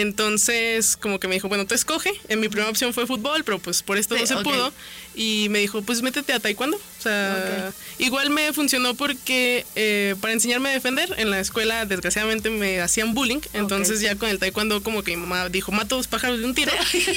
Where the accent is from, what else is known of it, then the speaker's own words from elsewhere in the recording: Encarnación de Díaz, Jalisco, Mexico; yo soy de Encarnación de Díaz, también conocido como La Chona.